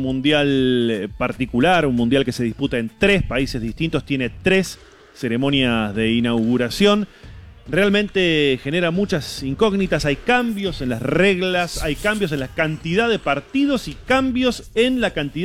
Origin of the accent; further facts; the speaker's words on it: Argentina; soy argentino, porque amo a la Argentina, porque viví en la Argentina y me voy a quedar en la Argentina.